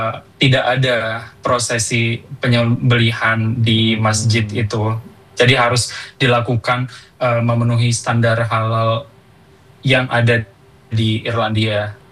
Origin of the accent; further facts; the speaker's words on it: Madura, East Java, Indonesia; moved away as an adult; now in Ireland; di kampung halaman saya di Madura, sate khususnya ya, itu yang paling utama.